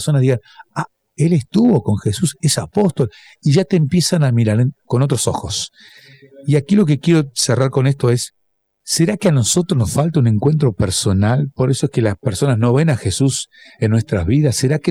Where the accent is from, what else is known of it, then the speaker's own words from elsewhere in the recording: Argentina; yo por más que me haga un pasaporte alemán, no voy a ser alemán, soy argentino.